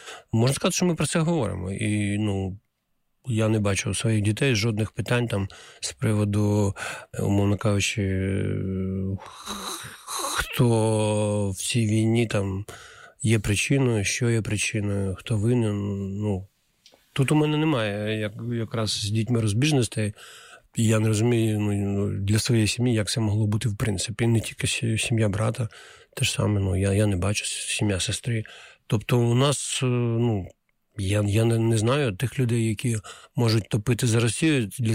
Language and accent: Ukrainian; Kherson Oblast, Ukraine; moved away; я з Херсонщини, да? Причому Херсонщина, яка біля Криму